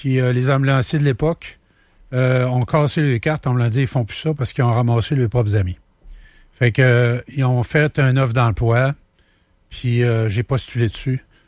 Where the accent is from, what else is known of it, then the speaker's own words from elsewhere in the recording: Sacré-Cœur, Quebec, Canada; moved away as an adult; je suis originaire de la Côte-Nord. Je viens tout simplement du village de Sacré-Cœur. Là. C'est la jonction là, pour la route de Tadoussac, pour le petit parc de Chicoutimi. Excellent bled.